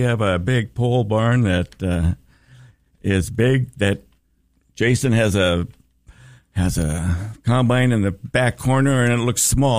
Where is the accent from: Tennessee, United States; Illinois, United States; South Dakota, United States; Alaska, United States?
South Dakota, United States; Sioux Falls; now in West Central Minnesota, United States; I'm originally from Sioux Falls.